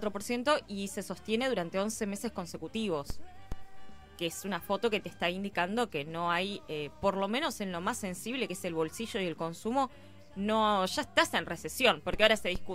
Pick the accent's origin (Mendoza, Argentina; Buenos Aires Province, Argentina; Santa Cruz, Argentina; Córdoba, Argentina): Buenos Aires Province, Argentina; Moreno; Porque yo soy de Moreno.